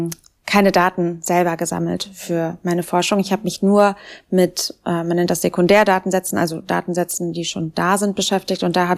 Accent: North Rhine-Westphalia, Germany; Also es war nicht mal so, dass ich den Ort nicht mochte, wo ich aufgewachsen bin oder da keine Wurzeln hatte, aber irgendwie gab es für mich so keine Zukunft dort.

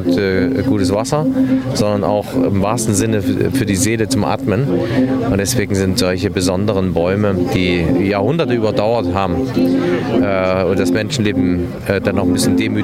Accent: Thuringia, Germany; Na, ich bin ja Thüringer

